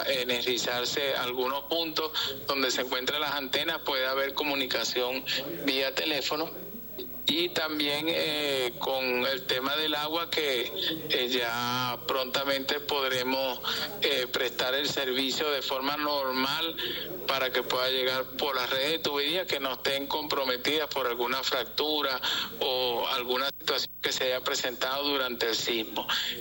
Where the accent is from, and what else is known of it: Venezuela